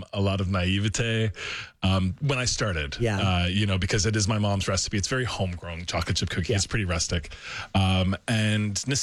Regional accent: Newfoundland and Labrador, Canada; moved away; I'm from Newfoundland.

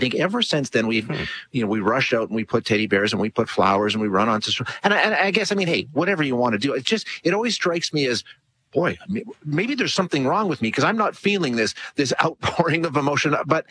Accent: Alberta, Canada; I grew up in Alberta, which, country music for sure

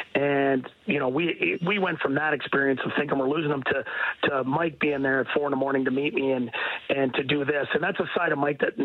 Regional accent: Canada; Being Canadian and, I had an opportunity to coach in Toronto and Ottawa, there's just something about coaching in Canada.

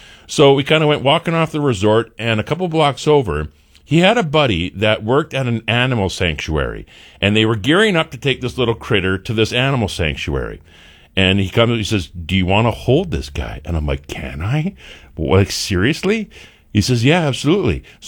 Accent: Canada; the guy knew me as a Canadian and he liked Canadians.

